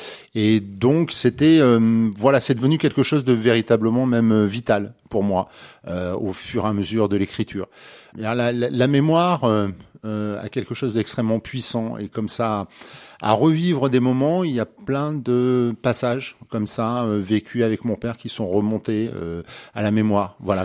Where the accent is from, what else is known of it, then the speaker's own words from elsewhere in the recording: Auvergne-Rhône-Alpes, France; nous sommes des taiseux, on est des Auvergnats, de la campagne, de la montagne